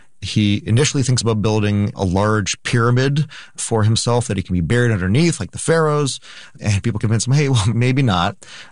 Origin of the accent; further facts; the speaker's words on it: Canada; I grew up in Canada, and I really always enjoyed just going out in the winter nights and looking up at the stars.